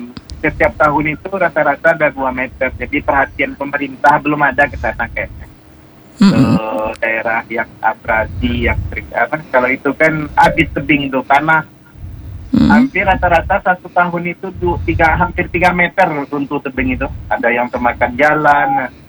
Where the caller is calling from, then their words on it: Riau, Indonesia; di tempat kampung kami itu kan Sungai Indragiri kan, Sungai Kuasa.